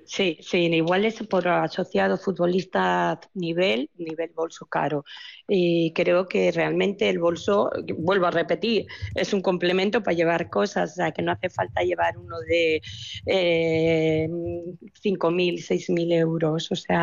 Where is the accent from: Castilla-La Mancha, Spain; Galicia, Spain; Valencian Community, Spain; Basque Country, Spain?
Basque Country, Spain